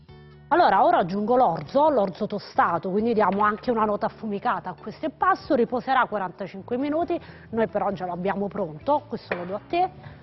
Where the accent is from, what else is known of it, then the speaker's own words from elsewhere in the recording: Corbara, Campania, Italy; sempre in onore della mia terra